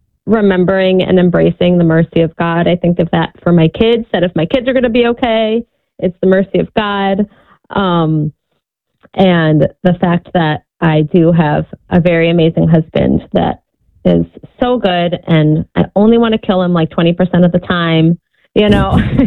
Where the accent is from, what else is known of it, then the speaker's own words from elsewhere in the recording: New Jersey, United States; I'm from Jersey